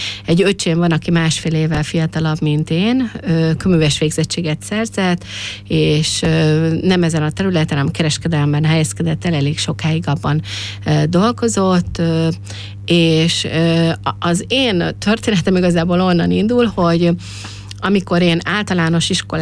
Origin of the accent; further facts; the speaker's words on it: Mözs, Tolna, Hungary; Én alapvetően a mözsi cigánytelepre születtem